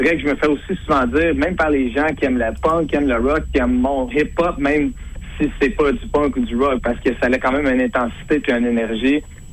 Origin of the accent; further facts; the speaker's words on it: Quebec, Canada; je suis québécois